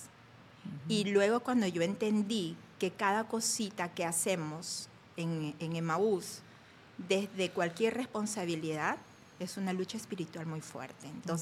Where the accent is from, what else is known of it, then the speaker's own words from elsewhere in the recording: Peru; el Papa, que yo soy peruana y él ha vivido ahí, me aceptaría trabajar con él.